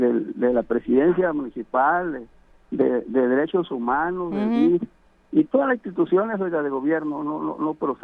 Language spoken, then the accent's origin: Spanish; Sonora, Mexico; also born or lived in Vícam, Sonora / Sierra del Bacatete; Nací en la Sierra del Bacatete, ahí con los Yaquis, pero no aprendí, yo desde chiquito nos íbamos para la ciudad, en Palme, Sonora. Pero no sí conozco algunas palabras del dialecto Yaqui